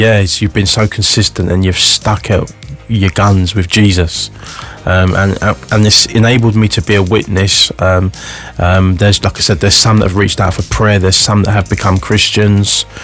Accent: London, United Kingdom; now in Barnsley, United Kingdom; I don't do north. I'm a Londoner.

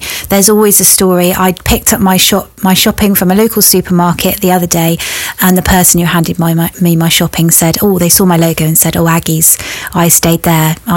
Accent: Plymouth, South West England, United Kingdom; born there; And I was born in Plymouth, but my dad's Cornish, so I am totally impartial.

